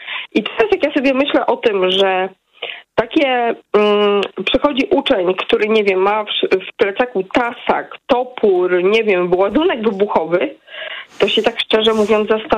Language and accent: Polish; Wrocław, Lower Silesian Voivodeship, Poland; Ja mam lat 40 i 20 ponad lat temu chodziłam do liceum. Jestem z Wrocławia